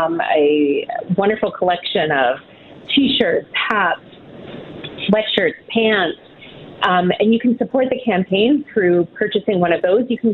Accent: Mississauga, Ontario, Canada; I grew up in Mississauga. I've worked in Mississauga most of my life.

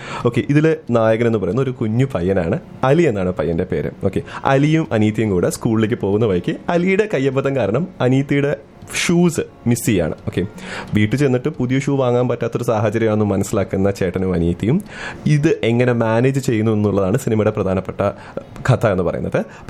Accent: Kollengode, Kerala, India; moved away as an adult; now in Canada; നമ്മൾ പാലക്കാട് കൊല്ലംകോട് എന്ന് പറയുന്ന ഒരു ഗ്രാമത്തിൽ നിന്നാണ് വരുന്നത്. അപ്പം ചിങ്ങമാസത്തിലെ മഴയ്ക്ക് അവിടെ പറഞ്ഞറിയിക്കാൻ പറ്റാത്തൊരു ഭംഗിയുള്ളൊരു നാടാണ്.

